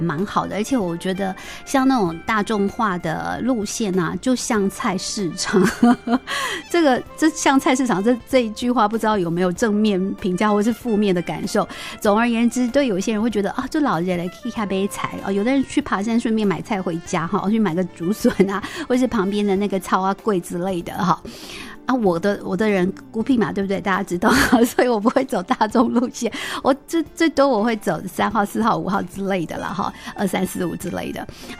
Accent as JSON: {"language": "Chinese", "country": "Taiwan", "said": "他们都知道我们是来自国外，所以就问我们来哪里，我就说台湾"}